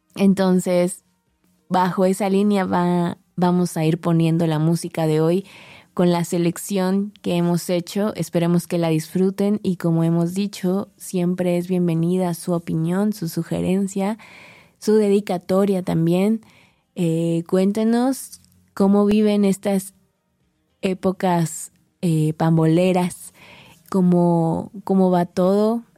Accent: Mexico; nosotros como mexicanos

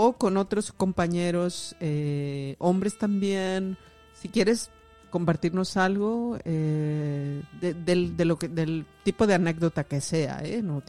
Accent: Mexico; moved away; ¿de dónde eres? Hija, de México.

